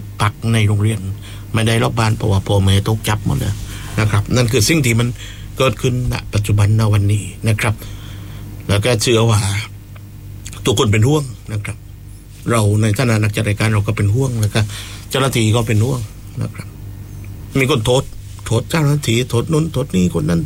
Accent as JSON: {"language": "Thai", "region": "Southern Thailand", "country": "Thailand", "said": "สำหรับเราภาคใต้คนใต้ที่ไม่ลืมความเป็นคนใต้ของเรานะครับ"}